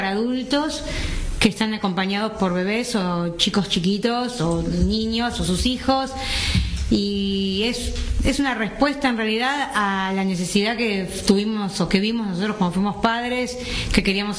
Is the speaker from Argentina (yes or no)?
yes; Tigre, Buenos Aires Province, Argentina; Sí, yo soy de Tigre, Benavides